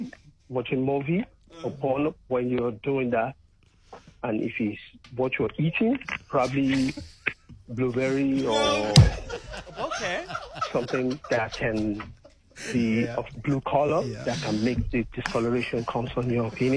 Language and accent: English; Nigeria; now in United Kingdom